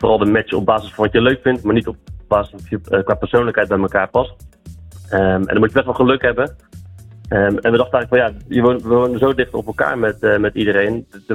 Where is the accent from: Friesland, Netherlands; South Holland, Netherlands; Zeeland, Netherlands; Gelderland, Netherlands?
Zeeland, Netherlands; Goes; born there; En wij zijn 6 jaar geleden zijn we naar Goes verhuisd naar mijn geboortestad.